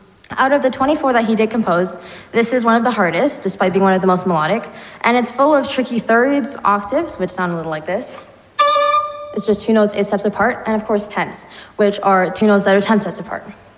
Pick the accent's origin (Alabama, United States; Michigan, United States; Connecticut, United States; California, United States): California, United States; Irvine; also born or lived in Cambridge, England; I'm from Irvine, California, where I'll be studying at the Corcoran School for the coming school year. But I actually spent the first 10 years of my life in Cambridge, England.